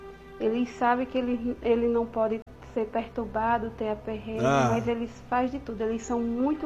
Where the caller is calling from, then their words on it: Cerro Corá, Rio Grande do Norte, Brazil; sou de Serra Corá.